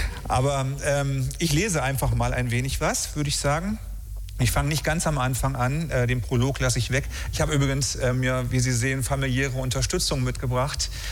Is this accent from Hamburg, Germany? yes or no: no; North Rhine-Westphalia, Germany; also born or lived in Tönning; Also mit 6 bin ich sozusagen von meinen Eltern verschleppt worden ins Ruhrgebiet, weil mein Vater dort einen neuen Job bekommen hat. Bin also letztlich sozialisiert worden, dann doch im Großen und Ganzen im Ruhrgebiet.